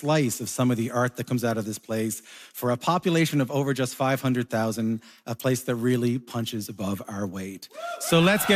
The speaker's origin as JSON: {"language": "English", "region": "Newfoundland and Labrador", "country": "Canada", "said": "that I am from Newfoundland and Labrador. I'm obviously very proud of it"}